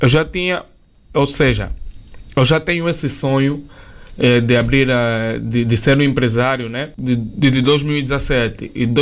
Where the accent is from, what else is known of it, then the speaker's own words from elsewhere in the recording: Angola; moved away as an adult; quando eu saí de Angola, eu saí de lá